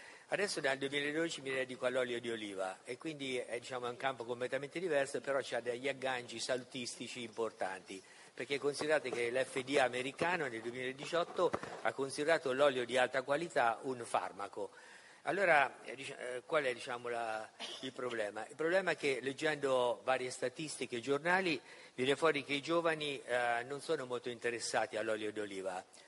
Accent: Perugia, Umbria, Italy; vengo da Perugia.

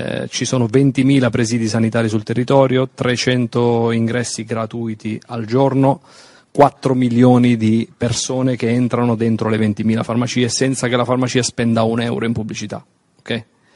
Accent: Calabria, Italy; Io vengo da una regione chiamata Calabria

